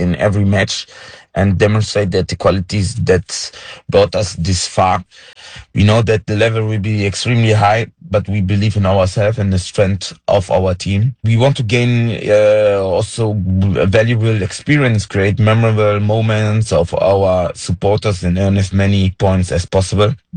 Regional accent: Germany; now in Baku, Azerbaijan; I was born and raised in Germany, but I'm very proud of my Rwandan roots and of the opportunity to represent Rwanda internationally.

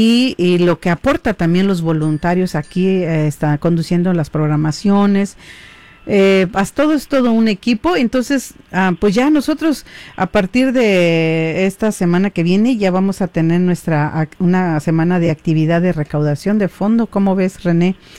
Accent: Oaxaca, Mexico; Spanish is a second language; y pues menos en hablar nuestra lengua madre de materna que venimos de los pueblos de Oaxaca

